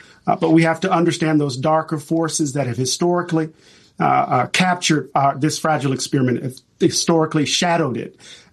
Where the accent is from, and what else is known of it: Moss Point, Mississippi, United States; born or raised there